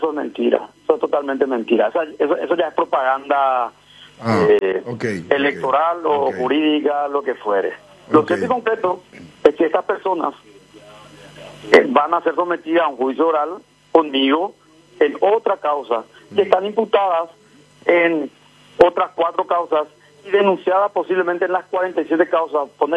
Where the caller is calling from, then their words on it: Ciudad del Este, Alto Paraná, Paraguay; Estoy por Ciudad del Este.